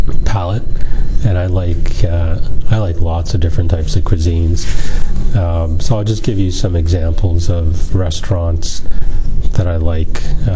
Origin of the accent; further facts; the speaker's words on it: Toronto, Ontario, Canada; I grew up in Scarborough